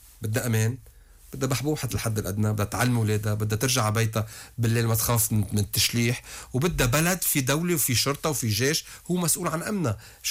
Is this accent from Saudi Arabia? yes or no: no; Lebanon; نحن لبنانيين طبعا، انه اوكي كل واحد عنده حساسيته السياسية والمناطقية، بس انه في شيء بيجمعنا نحن كلبنانيين مع بعضنا.